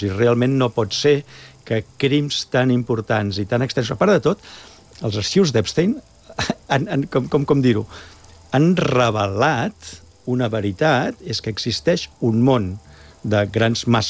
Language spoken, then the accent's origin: Catalan; Catalonia, Spain; com a catalans